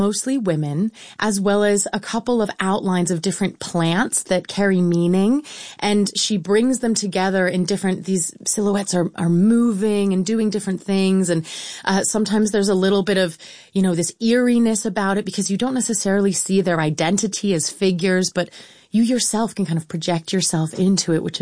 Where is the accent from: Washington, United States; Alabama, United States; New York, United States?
Washington, United States; Seattle; I'm from Seattle. I was visiting family, and I went to the Seattle Art Museum